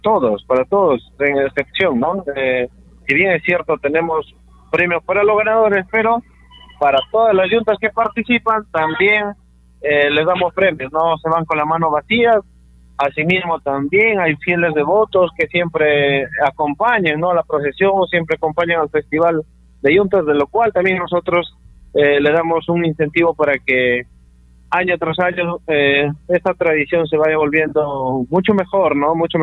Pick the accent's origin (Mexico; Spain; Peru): Peru; somos hijos de San Isidro